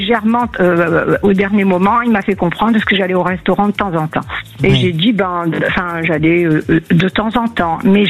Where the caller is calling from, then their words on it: Auvergne-Rhône-Alpes, France; Alors, je suis d'Auvergne.